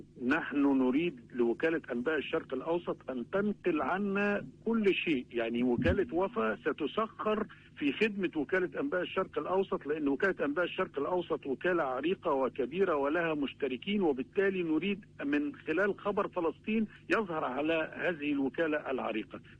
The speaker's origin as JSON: {"language": "Arabic", "country": "Egypt", "also_born_or_lived": "Gaza", "said": "أنا يعني كمصري في فلسطين الهوى وعشت وابني الأول ولد في غزة"}